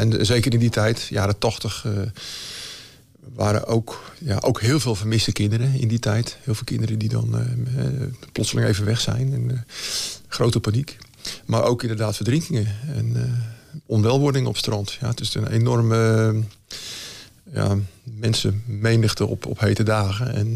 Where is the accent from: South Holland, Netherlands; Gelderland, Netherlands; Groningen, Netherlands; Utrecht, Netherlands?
South Holland, Netherlands; Katwijk; En mijn vader die kreeg uiteindelijk een baan in Katwijk als leraar. De Juliane MAVO. En daar heb ik de eerste jaren van mijn leven doorgebracht.